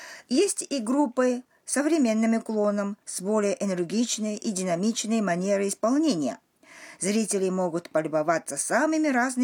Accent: Tokushima, Japan; Russian is a second language; Например, в моем родном городе, в префектуре Токушима на острове Сикоку, каждый год в середине августа проходит фестиваль

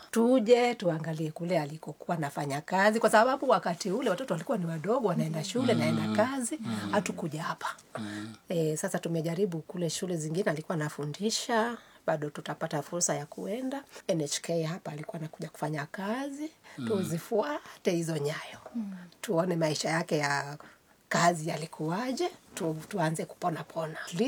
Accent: Bondo, Siaya County, Kenya; now in Nairobi, Kenya; Sasa mimi saizi naishi Nairobi.

